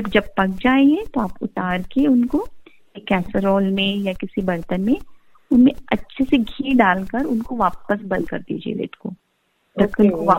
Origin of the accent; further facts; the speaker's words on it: Rajasthan, India; क्योंकि दाल बाटी के साथ हम राजस्थानी लोगों को कुछ तो चटकारा चाहिए ही